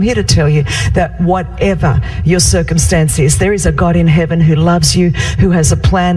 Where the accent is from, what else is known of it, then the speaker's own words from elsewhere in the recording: Sydney, New South Wales, Australia; born there; I was born in Sydney, Australia on the 23rd of September 1966, but I was left in a hospital unnamed and unwanted. I don't even know who my biological mother is, and I was adopted by a wonderful Greek family